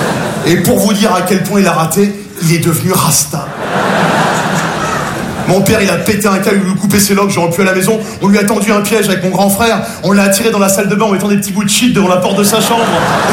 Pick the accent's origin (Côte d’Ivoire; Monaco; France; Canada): France; Nogent-sur-Marne, Île-de-France; J'ai grandi à Nogent-sur-Marne